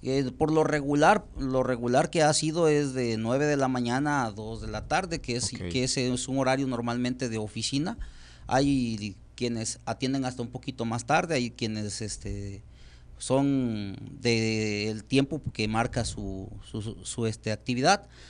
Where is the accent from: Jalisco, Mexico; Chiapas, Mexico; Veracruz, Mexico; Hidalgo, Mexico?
Chiapas, Mexico; Tonalá; yo soy del municipio de Tonalá, mi acta es de Tonalá